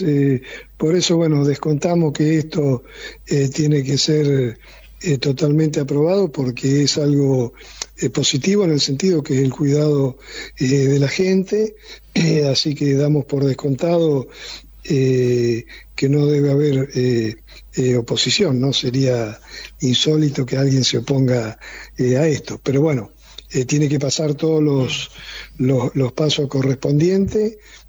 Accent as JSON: {"language": "Spanish", "country": "Argentina"}